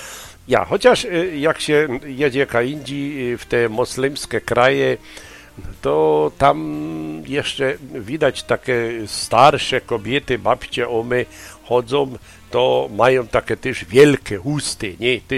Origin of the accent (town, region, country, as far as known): Silesian Voivodeship, Poland